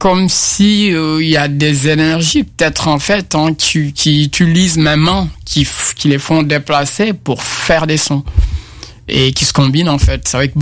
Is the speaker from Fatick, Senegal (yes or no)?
no; Bignona, Ziguinchor, Senegal; moved away as an adult; also born or lived in Dakar, Senegal / Tunisia / Morocco / Canada; now in Brittany, France; Né à Bignona en Casamance, dans le sud du Sénégal. Et depuis bientôt une quinzaine d'années ou plus, je vis en Bretagne.